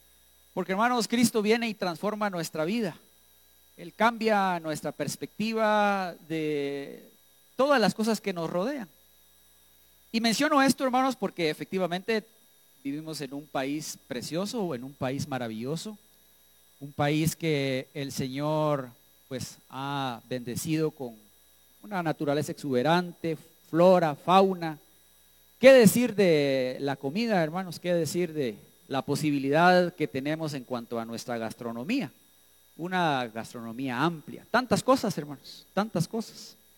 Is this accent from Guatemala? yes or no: yes; Guatemala